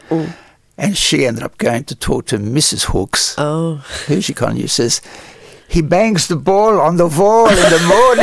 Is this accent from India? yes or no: no; Adelaide, South Australia, Australia; Yes, well, I grew up in Torrensville. And in Clifford Street.